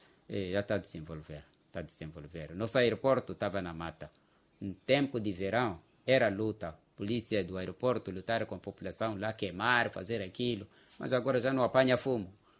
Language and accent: Portuguese; Quelimane, Zambezia, Mozambique